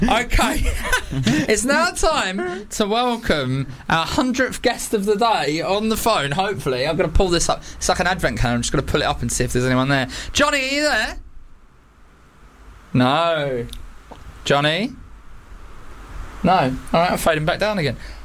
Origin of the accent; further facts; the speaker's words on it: Bexley, London, United Kingdom; I'm from Bexley